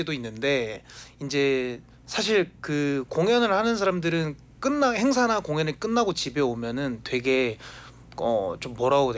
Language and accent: Korean; Busan, South Korea; 제가 고향이 부산이에요.